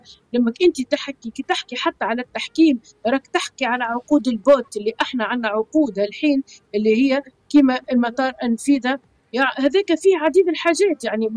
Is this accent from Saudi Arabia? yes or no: no; Tunisia; نتشرف اللي احنا كوادر تونسية في هذه القضايا، علاش ماهوش في بلادنا؟